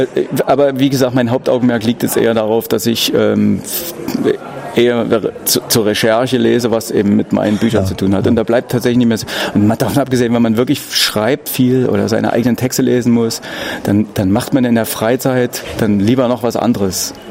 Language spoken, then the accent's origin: German; Dresden, Saxony, Germany; Ich bin Dresdner